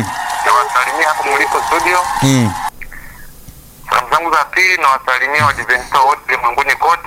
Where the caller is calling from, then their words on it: Nzega, Tabora, Tanzania; natokea Nzega.